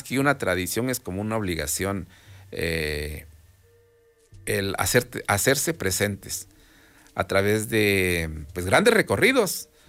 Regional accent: Los Reyes, Mexico; En el caso de mi barrio, Los Reyes, pues decimos, yo soy de Los Reyes. Pero Los Reyes tiene un nombre prehispánico que es Xoquitlán.

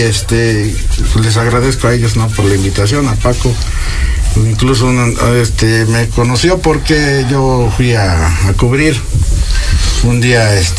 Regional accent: Veracruz, Mexico; Yo cuando llegué, porque yo soy del estado de Veracruz.

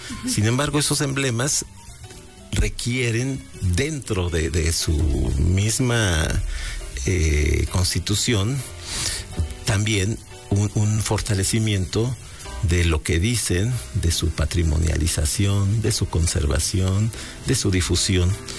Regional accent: Puebla, Mexico; Ahora, como poblanos, pensemos

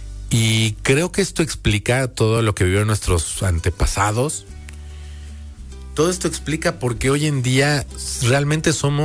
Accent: Mexico; nos dio tantos derechos como mexicanos

